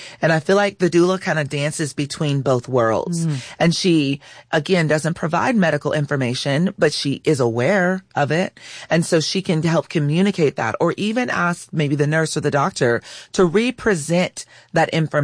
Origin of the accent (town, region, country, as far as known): California, United States